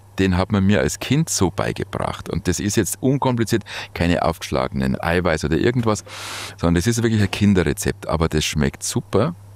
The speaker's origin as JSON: {"language": "German", "region": "Bavaria", "country": "Germany", "said": "Typisch bayerisch an mir ist sicherlich der Dickschädel, an dem manches Orchester schon verzweifelt ist."}